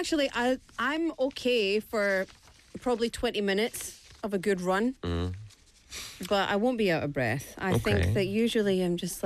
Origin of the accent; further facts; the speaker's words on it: United Kingdom; because I'm British, so it's something that's come out every year for as long as I can remember.